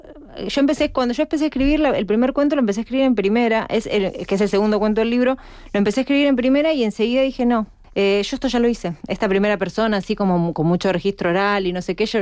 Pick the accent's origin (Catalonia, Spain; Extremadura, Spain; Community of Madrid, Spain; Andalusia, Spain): Community of Madrid, Spain; Madrid; hay muchos Madrid en Madrid, somos tan madrileñas como el resto de las madrileñas, y en Madrid también se habla como hablamos nosotras